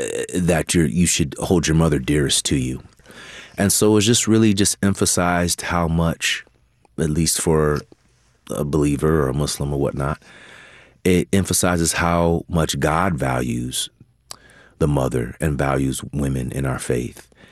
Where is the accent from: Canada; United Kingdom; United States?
United States; California; and my father lived in New York, and I was growing up in California.